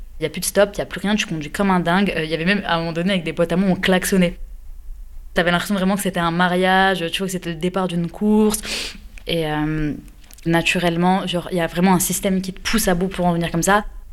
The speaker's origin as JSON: {"language": "French", "town": "Metz", "region": "Grand Est", "country": "France", "tie": "born or raised there", "moved": "yes", "lives_now": "Créteil, France", "said": "J'ai grandi à Metz, donc je viens de la Lorraine, du 57, aujourd'hui j'habite à Créteil dans le 94."}